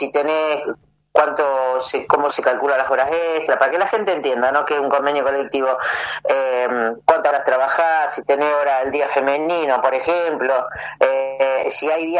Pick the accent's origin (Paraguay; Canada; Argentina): Argentina; yo, como todo argentino, uno quisiera que la selección nos ganara